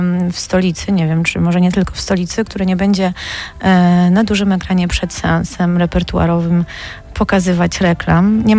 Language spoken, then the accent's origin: Polish; Warsaw, Masovian Voivodeship, Poland; my warszawiacy